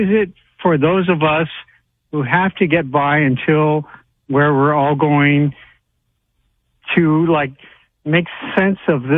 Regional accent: Sedona, Arizona, United States; I grew up in Sedona, Arizona. But I've never experienced anything in my life.

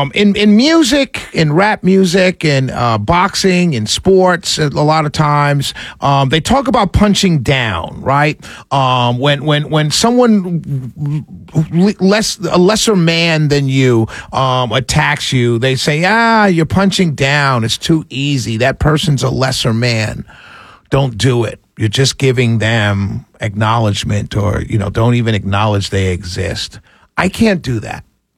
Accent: New York City, New York, United States; I grew up in New York City.

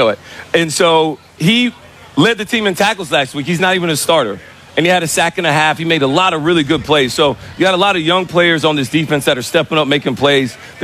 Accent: Alabama, United States; I'm sorry. I'm from Alabama, and that's what I call

